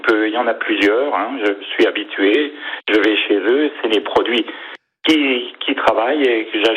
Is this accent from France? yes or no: yes; Grand Est, France; moved away as an adult; also born or lived in Nancy; now in Saint-Coulomb, France; j'ai quitté la ville et surtout ma région natale. Parce que je viens de Lorraine et ça fait 8 ans que je suis venu en Bretagne.